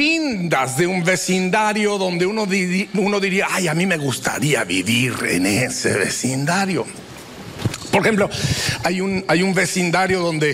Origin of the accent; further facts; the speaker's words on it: Durango, Mexico; moved away; Yo crecí en una ciudad en el norte de México que se llama Durango.